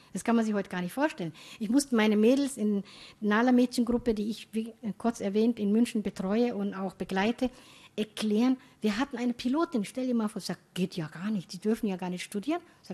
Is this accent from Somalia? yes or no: yes; Somalia; in Somalia, das kenne ich nicht. Ich bin in Hemd und Hose, als Nomadin in kleines Tuch, aber sonst bin ich in Hemd und Hose aufgewachsen.